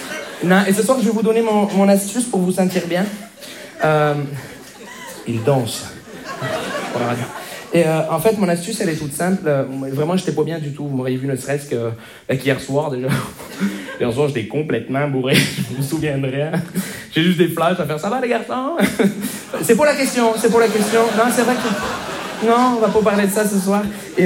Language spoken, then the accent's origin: French; Montreal, Quebec, Canada; je viens de Montréal.